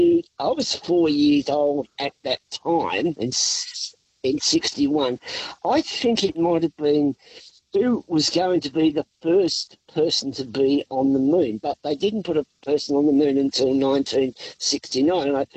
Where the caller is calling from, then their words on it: Daysdale, New South Wales, Australia; Daysdale, mate. Daysdale in New South Wales.